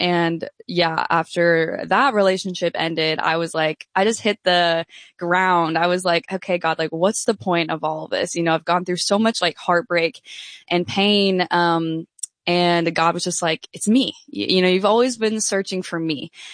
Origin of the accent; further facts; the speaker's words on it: New York, United States; born and raised in New York.